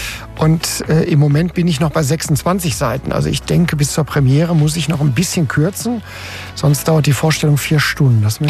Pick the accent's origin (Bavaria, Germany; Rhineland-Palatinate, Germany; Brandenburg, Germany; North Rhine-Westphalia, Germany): North Rhine-Westphalia, Germany; Gibt's, glaube ich, nur bei uns im Ruhrgebiet.